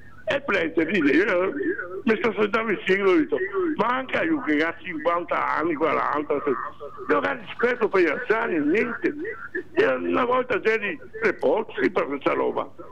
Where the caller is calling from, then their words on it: Venice, Veneto, Italy; perché sono veneziano, veneziano.